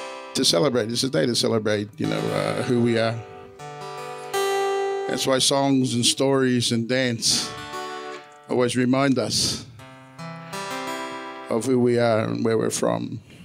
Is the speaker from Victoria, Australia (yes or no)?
yes; Mooroopna, Victoria, Australia; I was born in the Goulburn Valley, Maroopna, and Mum and Dad were there with the rest of our family, and they were picking fruit while we lived on the riverbank there.